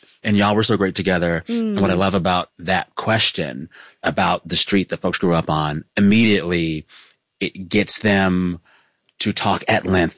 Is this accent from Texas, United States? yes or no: yes; Seguin, Texas, United States; I grew up on Jefferson Avenue in Seguin, Texas.